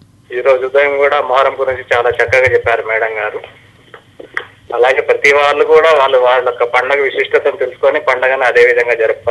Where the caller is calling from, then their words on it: Kothagudem, Telangana, India; నేను కొత్తగూడెం బర్మకాం నుంచి మాట్లాడుతున్నాను మేడం.